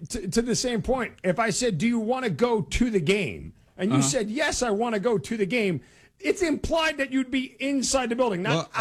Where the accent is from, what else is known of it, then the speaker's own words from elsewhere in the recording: New York City, New York, United States; a New Yorker, a native New Yorker